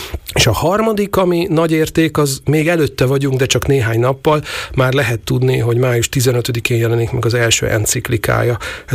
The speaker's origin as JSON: {"language": "Hungarian", "country": "Hungary"}